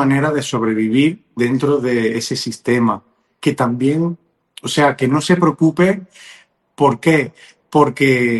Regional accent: Spain; now in Mexico; desde aquí, desde México, aunque soy de España, pero resido aquí en México

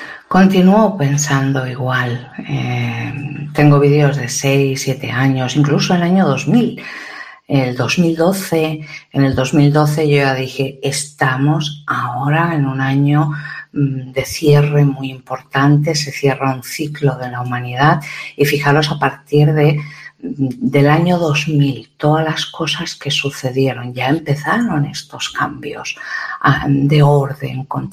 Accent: Ukraine; Por lo menos en mi país, de Ucrania

